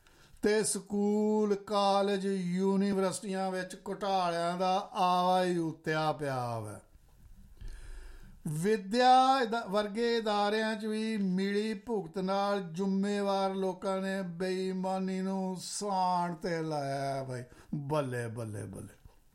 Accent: Punjab, India; born there; ਜਿਹੜੀ ਸਟੇਟ 'ਚ ਅਸੀਂ ਜੰਮੇ ਹਾਂ ਭਾਈ, ਉਹਨੂੰ ਤਾਂ ਅਸੀਂ ਸੋਹਣਾ ਪੰਜਾਬ ਕਹਿਣਾ ਹੀ ਕਹਿਣਾ

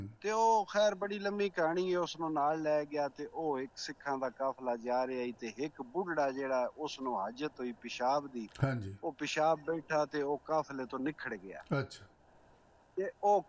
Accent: Mandi Bahauddin, Punjab, Pakistan; ਉਹ ਮੇਰੇ ਜ਼ਿਲ੍ਹੇ ਦੀ ਹੈ ਅੰਮ੍ਰਿਤਾ ਪ੍ਰੀਤਮ, ਮੰਡੀ ਬਾਉਦੀਨ ਦੀ।

